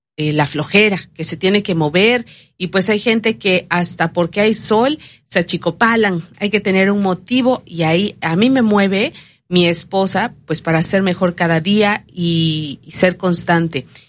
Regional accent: Mexico; como decimos aquí en México, tiras la toalla antes de tiempo, ¿no?

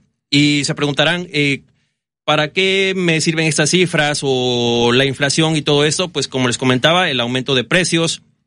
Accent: Mexico; nos afecta a nosotros como economía mexicana.

